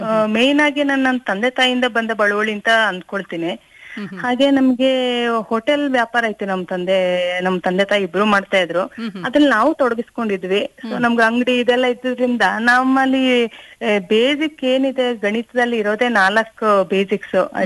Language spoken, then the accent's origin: Kannada; Somwarpet, Karnataka, India; ನನ್ನ ಹುಟ್ಟೂರು ನಾವು ಸೋಮಾರ್ಪೇಟೆಯವರು.